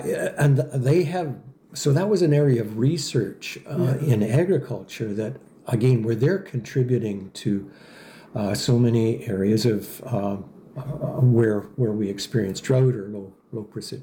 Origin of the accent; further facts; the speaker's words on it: Canada; as Canadians people.